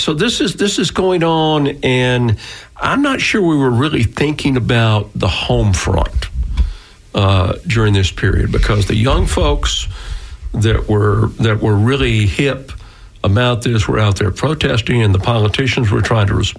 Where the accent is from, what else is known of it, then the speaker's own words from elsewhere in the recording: the South, United States; I grew up in the South.